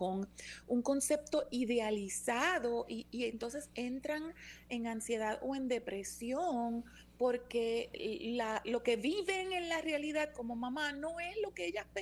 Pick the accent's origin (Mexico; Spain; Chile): Mexico; somos mexicanos